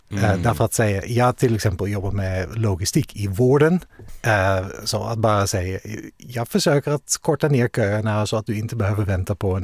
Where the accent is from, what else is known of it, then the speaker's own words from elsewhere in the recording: Netherlands; Swedish is a second language; moved away; Förlåt, jag är holländare, så säg det på engelska.